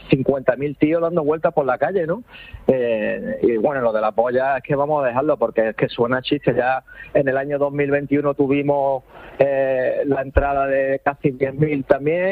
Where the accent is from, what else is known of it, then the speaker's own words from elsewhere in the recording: Spain; que somos españoles como cualquiera de los que están en la península, nos sentimos